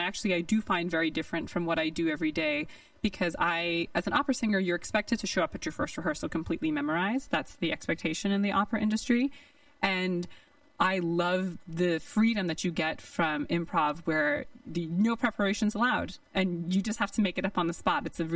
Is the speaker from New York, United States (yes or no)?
yes; New York, United States; now in Modesto, United States; especially growing up in New York